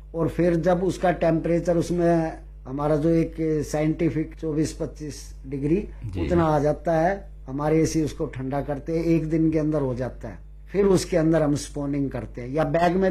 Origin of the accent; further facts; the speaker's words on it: Delhi, India; हाँ जी, मैं दिल्ली का रहने वाला हूँ तो यहाँ मैं बना नहीं सकता